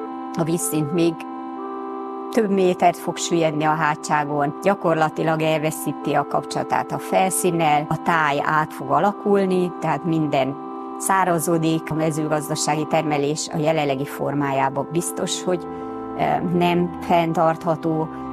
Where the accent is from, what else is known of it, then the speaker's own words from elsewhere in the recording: Great Hungarian Plain, Hungary; Én is vidéken nőttem fel az Alföldön.